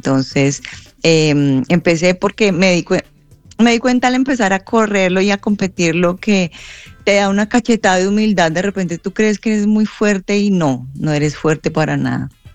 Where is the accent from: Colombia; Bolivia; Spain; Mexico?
Colombia; moved away; ahora estoy aquí al otro lado del mundo representando otro país, quitándome la bandera de mi propio país, pero feliz porque la experiencia me la dio mi tierra, Colombia